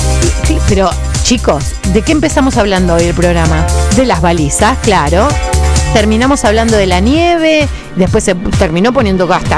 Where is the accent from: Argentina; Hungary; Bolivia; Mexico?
Argentina; más en un país como el nuestro, donde tenemos las cuatro estaciones bien marcadas, lo decíamos el otro día, en un país así como Argentina